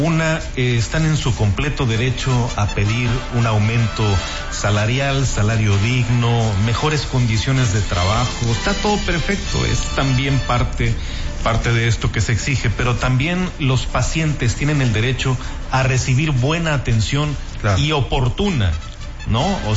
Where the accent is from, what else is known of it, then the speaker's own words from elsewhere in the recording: Mexico; nosotros como mexicanos